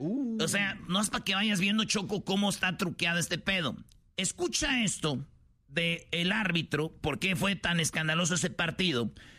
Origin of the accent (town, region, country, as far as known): Michoacán, Mexico